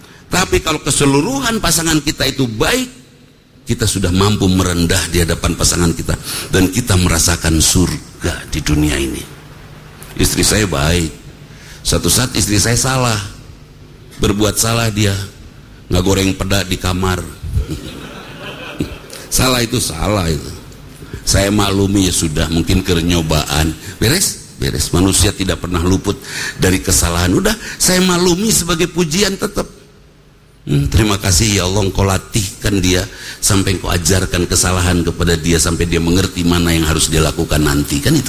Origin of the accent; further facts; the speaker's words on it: West Java, Indonesia; Aya bahasa kita orang Sunda.